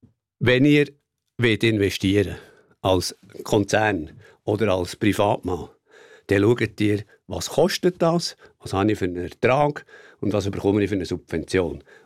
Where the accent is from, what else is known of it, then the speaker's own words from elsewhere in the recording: Bern, Switzerland; als Berner Oberländer